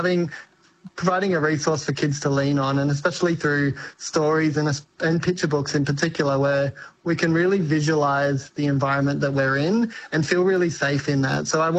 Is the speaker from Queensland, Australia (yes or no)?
no; Katherine, Northern Territory, Australia; I wrote it originally as reflections on my childhood growing up in Katherine in the Northern Territory and pondering identity and figuring out my way through life and discovering who I was.